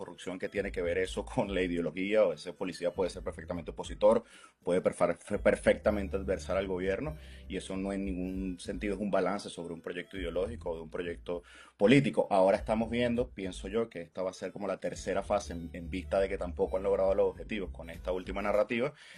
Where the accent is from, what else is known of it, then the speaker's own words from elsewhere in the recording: Venezuela; Como venezolanos nunca habíamos experimentado una situación de este tipo